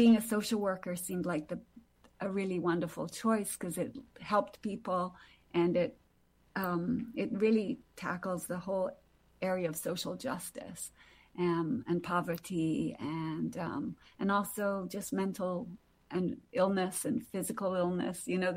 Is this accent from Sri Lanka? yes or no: no; Brazil; I think growing up in Brazil, which is a country full of inequalities